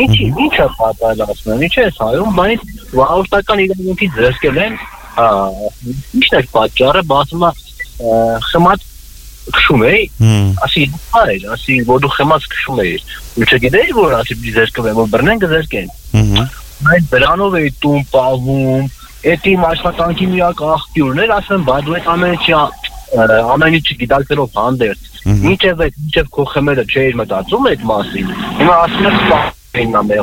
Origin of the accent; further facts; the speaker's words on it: Gyumri, Shirak, Armenia; now in Yerevan, Armenia; ես երկու տարի էլ Հայաստանում տաքսի եմ քշում, հենց Երևանում, ես ինքս Գյումրից եմ